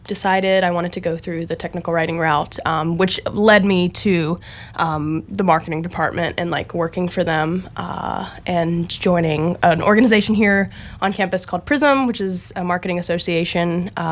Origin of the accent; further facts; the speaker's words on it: Harrisonburg, Virginia, United States; also born or lived in Mississippi; I really liked growing up in Harrisonburg. My parents are both from Mississippi, and I was born in Mississippi, and all my family is from Mississippi